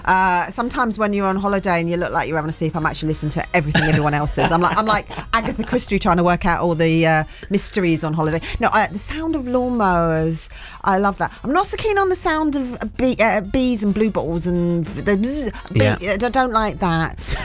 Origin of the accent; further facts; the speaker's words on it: England, United Kingdom; because we are quintessentially English.